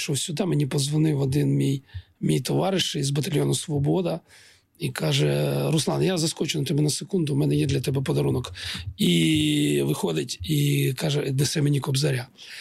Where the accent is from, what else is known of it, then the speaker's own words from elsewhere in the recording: Eastern Ukraine, Ukraine; я східняк.